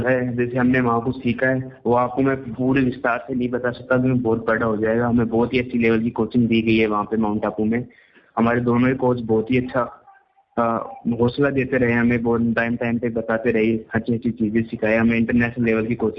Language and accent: Hindi; Jaipur, Rajasthan, India; Sir मैं जयपुर से हूँ।